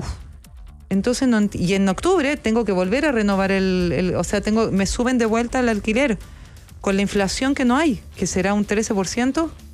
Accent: Chile; puede ser que yo ahí lo veo como chilena

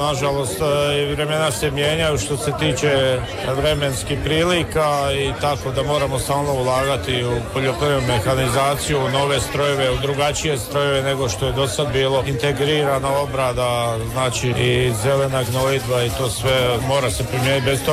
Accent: Koritna, Osijek-Baranja County, Croatia; OPG, dolazim iz Slavonije, od Đakova, selo Koritna.

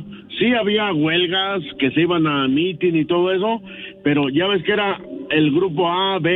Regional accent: Zamora, Michoacán, Mexico; now in Jerome, United States; Pero soy de Zamora, Michoacán.

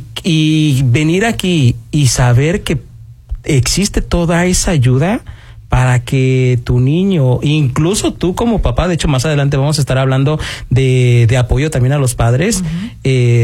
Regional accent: Mexico; now in Austin, United States; hay unos que, por ejemplo, somos de México, ¿verdad?

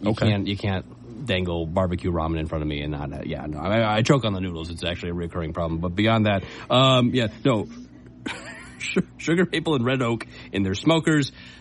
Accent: Agawam, Massachusetts, United States; now in Easthampton, United States; Well, I'm from Agawam

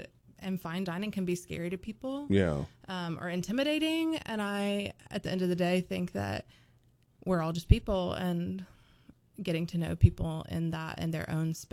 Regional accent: Birmingham, Alabama, United States; so I grew up in Birmingham, and my grandma is from a really small town called Grove Hill, and it's in South Alabama

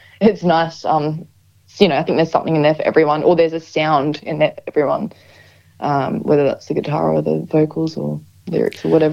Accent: Queensland, Australia; Oh yeah, I'm just from Queensland.

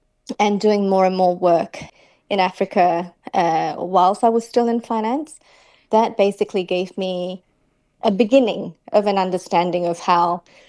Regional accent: Singapore; born there; I was born in Singapore. So as you can imagine, you know, my upbringing was quite strict, compliant.

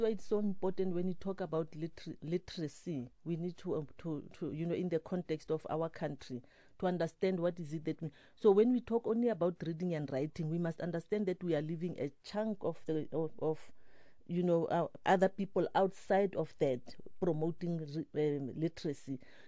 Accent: Kuruman, Northern Cape, South Africa; I started as a librarian in Kuruman, in my hometown

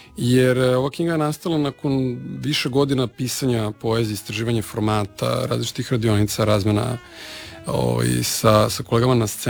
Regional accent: Novi Sad, Vojvodina, Serbia; born there; iako jesam rođen u Srbiji, neko koji pripadam, iako sam rođen u Novom Sadu zapravo

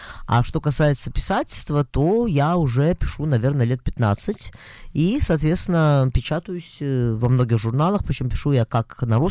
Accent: Saint Petersburg, Russia; moved away as an adult; also born or lived in London; я из Ленинграда, Санкт-Петербурга. И, в общем, в целом я закончила там школу. Я училась там в университете. Потом я уехала учиться в Лондон. Отучилась в Лондоне

